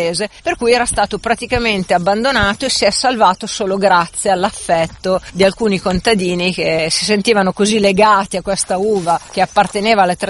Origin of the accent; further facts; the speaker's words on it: Lombardy, Italy; in dialetto da noi le pesche si chiamano i persi